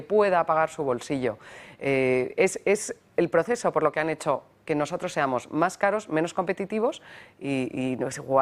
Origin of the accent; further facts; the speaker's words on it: Valencian Community, Spain; me duele especialmente como valenciana la naranja